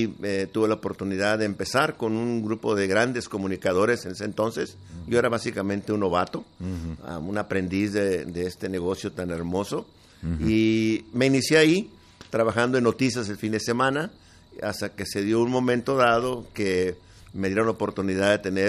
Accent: Tijuana, Baja California, Mexico; born there; also born or lived in Guadalajara, Jalisco; Ahí fue donde nací. Y me fui, siendo todavía un niño, a vivir a Tijuana.

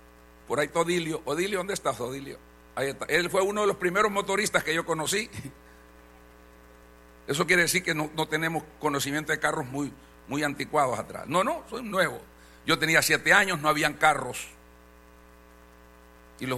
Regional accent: El Salvador; born there; cuando yo tenía 7 años, mi abuela dijo en mi cantón: hijo, mañana vamos a ir a San Salvador donde tu tía.

